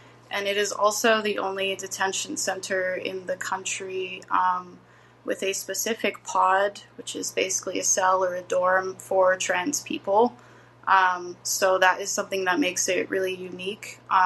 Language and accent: English; Colorado, United States; I grew up in Colorado in a rural mountain community. And I was surrounded by people in my childhood, people who are immigrants or whose parents are immigrants.